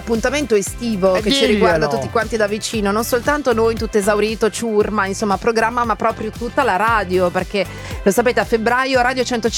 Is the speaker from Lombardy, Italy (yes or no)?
yes; Brianza, Lombardy, Italy; dalle mie parti in Brianza